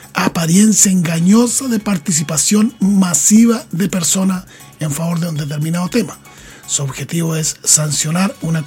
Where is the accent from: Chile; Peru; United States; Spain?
Chile